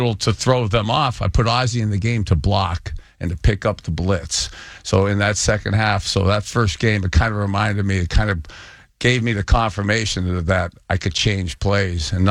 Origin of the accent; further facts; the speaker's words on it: Ohio, United States; I love about how I was raised here in Northeast Ohio.